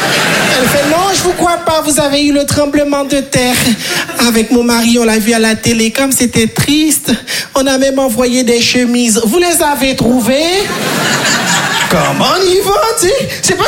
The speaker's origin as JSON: {"language": "French", "country": "Haiti", "moved": "yes", "lives_now": "Paris, France", "said": "Moi, je viens de Haïti."}